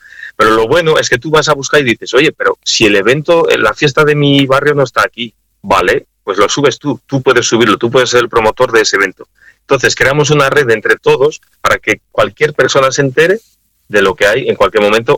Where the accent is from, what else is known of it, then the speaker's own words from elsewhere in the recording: Portugal; now in León, Spain; Yo soy un portugués afincado de León, por amor, como todos los afincados, digo yo. me vine a León y aquí estoy maravillosamente.